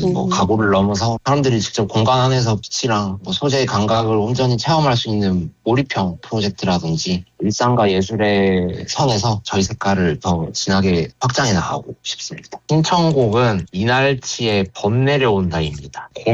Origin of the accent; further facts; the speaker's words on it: Ulsan, South Korea; 울산 토박이지만